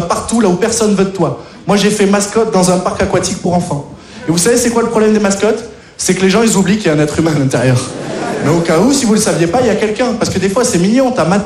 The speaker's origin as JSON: {"language": "French", "region": "south of France", "country": "France", "lives_now": "Paris, France", "said": "moi aussi, je suis un beauf, je viens du Sud, et j'ai remarqué un petit truc en arrivant sur Paris"}